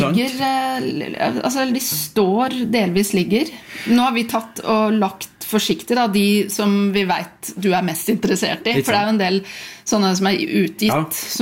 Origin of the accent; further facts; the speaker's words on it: Telemark, Norway; moved away; Så neste gang jeg hjemme I Telemark hos familien